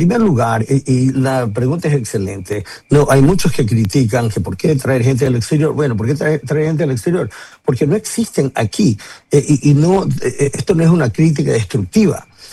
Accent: Ecuador; born there; moved away; soy ecuatoriano de nacimiento, ¿okay? Soy ya jubilado del FBI, pero vengo ahora, bueno, no ahora, ya desde años atrás, he venido acá a Ecuador

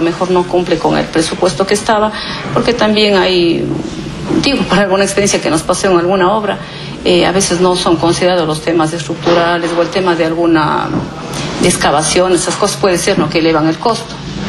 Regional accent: Sidcay, Azuay, Ecuador; soy nativa de la parroquia rural Sitcay, entonces siempre yo he trabajado con el pueblo y para el pueblo

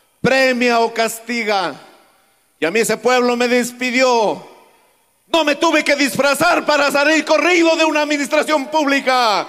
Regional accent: Tacabamba, Cajamarca, Peru; en Chota, mi tierra, soy tacabambino a mucha honra

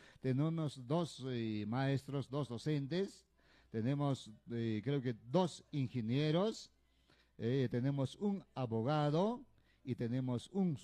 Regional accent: Rosaspata, Puno, Peru; nuestro distrito de Rosaspata

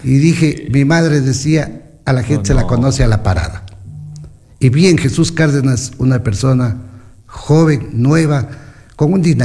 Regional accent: Loja, Ecuador; soy de Loja, la capital musical del Ecuador

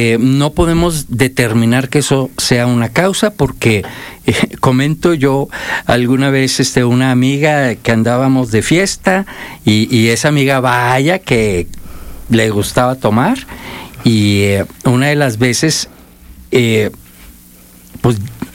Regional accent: Nuevo León, Mexico; Nuevo León tiene mucha industria, de donde yo vengo, ahí en México.

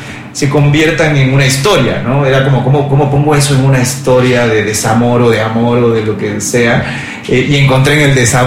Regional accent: Ecuador; José se ha vuelto parte de la identidad y de todo lo que somos los ecuatorianos.

